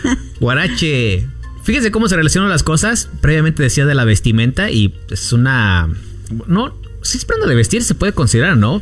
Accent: Guanajuato, Mexico; moved away; en la región que somos de Guanajuato

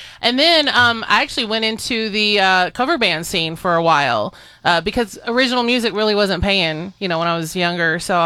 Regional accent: Garland, Texas, United States; now in Nevada, United States; is from my hometown.

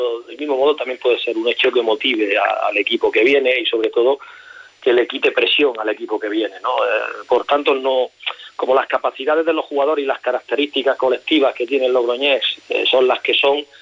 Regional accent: Granada, Andalusia, Spain; yo soy granadino

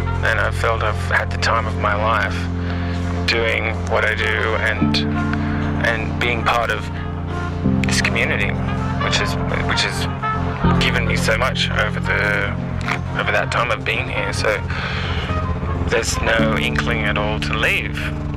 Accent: Newcastle, New South Wales, Australia; also born or lived in Melbourne / Tennant Creek; now in Alice Springs, Australia; I'm from Newcastle, New South Wales, originally. And I did a big stint in Melbourne for 8 years, and now I'm here. I came to Alice Springs quite a while ago

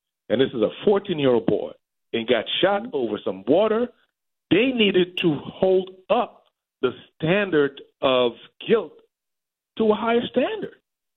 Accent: Washington, District of Columbia, United States; I grew up in Southwest D.C., and I own 2 apartments in every ward in D.C.

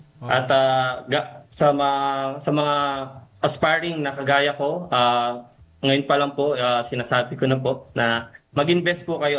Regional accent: Bulacan, Central Luzon, Philippines; Dito po, sa Tigabulacan po ako.

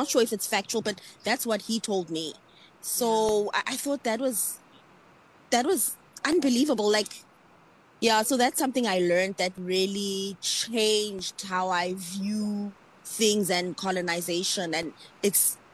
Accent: South Africa; When I say I'm from South Africa

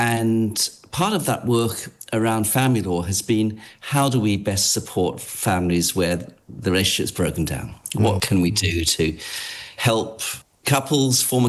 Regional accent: England, United Kingdom; moved away as an adult; now in Australia

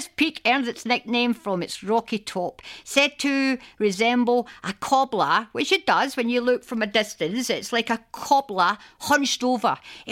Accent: Glasgow, Scotland, United Kingdom; I was born and bred in Glasgow, but there came a time I wanted to get away from the city up into the Highlands of Scotland.

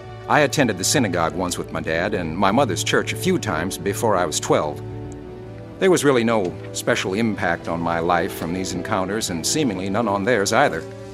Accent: Pleasantville, New Jersey, United States; I grew up in Pleasantville, New Jersey, which is only 6 miles from Atlantic City.

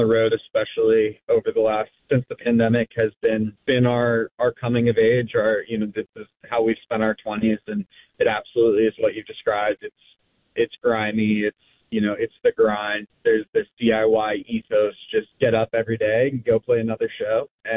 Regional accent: Virginia, United States; So we're a band from Virginia. We all grew up in Virginia, different parts, and met in Virginia in college.

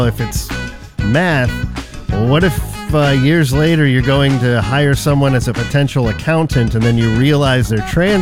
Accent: California, United States; born there; also born or lived in Illinois; as someone who moved at, at 6 years old, I moved from Illinois to California

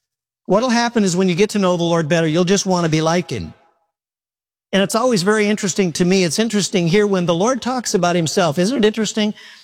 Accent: Midwest, United States; And the lightning was something I've never seen. And I'm from the Midwest.

